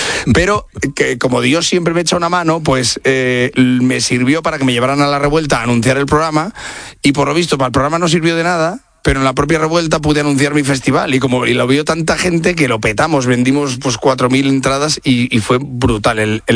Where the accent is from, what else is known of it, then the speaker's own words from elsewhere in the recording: Casasola, Spain; de un pueblo pequeño que se llama Casasola, hijo de agricultores, de Vicente y de Tere, porque allí